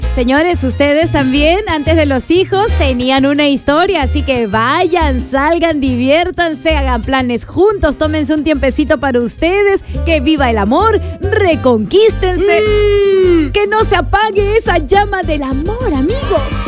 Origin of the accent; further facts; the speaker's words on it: Peru; Cusco nos escucha en los 88.3, orgullosos de Cusco. Así somos los peruanos.